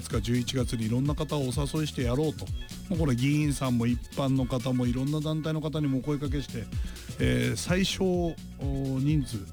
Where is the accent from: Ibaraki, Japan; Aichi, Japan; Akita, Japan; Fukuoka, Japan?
Ibaraki, Japan; Mito; 反応したやつは水戸の人間です俺